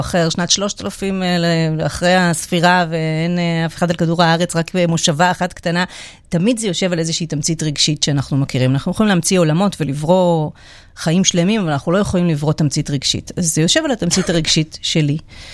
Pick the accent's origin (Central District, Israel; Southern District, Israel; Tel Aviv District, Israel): Central District, Israel; Netanya; אני גדלתי בשנות ה-90. איפה גדל? בנתניה.